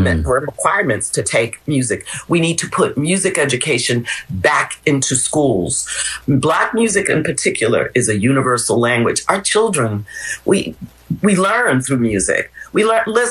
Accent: New York City, New York, United States; I grew up in West Harlem, and I distinctly remember that experience of hearing

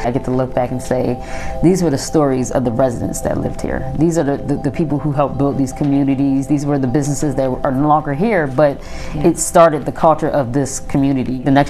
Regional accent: Philadelphia, Pennsylvania, United States; growing up in West Philly

